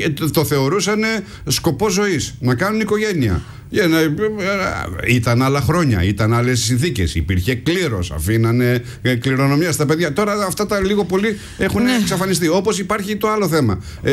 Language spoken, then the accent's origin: Greek; Livadi, Greece; μέσα στο χωριό μου, στο Λιβάδι